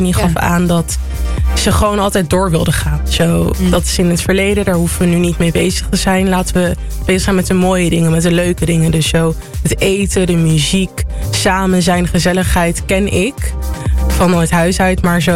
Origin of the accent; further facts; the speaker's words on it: The Hague, South Holland, Netherlands; Ik ben hier geboren in Nederland, geboren en getogen Haagenees.